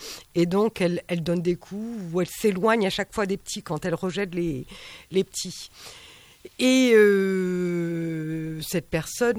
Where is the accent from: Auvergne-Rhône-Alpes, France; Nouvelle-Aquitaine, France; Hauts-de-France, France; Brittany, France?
Nouvelle-Aquitaine, France; Soustons; je suis de Souston à la base